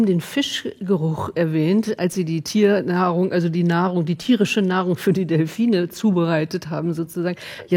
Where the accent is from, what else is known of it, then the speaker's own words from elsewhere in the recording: Hanover, Lower Saxony, Germany; Ich komme aus Hannover.